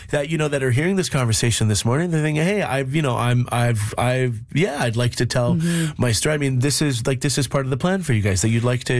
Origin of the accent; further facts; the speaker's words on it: Quebec City, Quebec, Canada; I'm from Quebec City. I was born and raised in Quebec City.